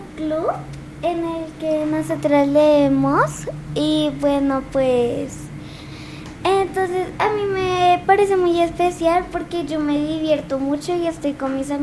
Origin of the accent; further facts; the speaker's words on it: Bogotá, Colombia; vengo de Bogotá y tengo 9 años.